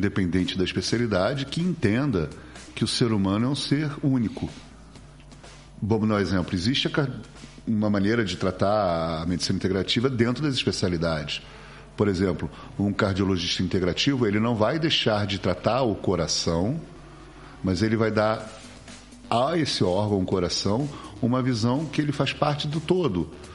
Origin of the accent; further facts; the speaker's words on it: Rio de Janeiro, Brazil; born there; now in Curitiba, Brazil; Eu nasci em Botafogo e desde que eu me entendo por gente, eu sempre quis procurar a medicina, né? Eu cheguei a morar um tempo aqui em Curitiba, eu fiz o meu segundo grau aqui em Curitiba e sempre quis voltar para cá.